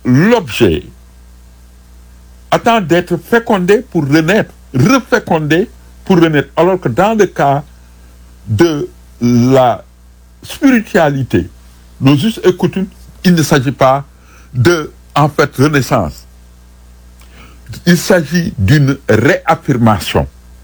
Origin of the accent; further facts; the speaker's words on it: Senegal; aujourd'hui il y a lieu en tant que sénégalais et africain de visiter je ne dis pas revisiter parce que nous sommes dedans